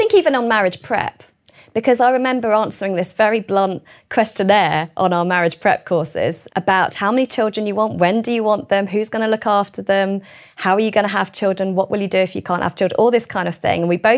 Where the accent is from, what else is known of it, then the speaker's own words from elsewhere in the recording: Keynsham, South West England, United Kingdom; also born or lived in Berkshire; now in York, United Kingdom; I was born in the UK. I was born near Keynsham. Well, I grew up in Keynsham for the first few years of my life. And then we moved to Berkshire.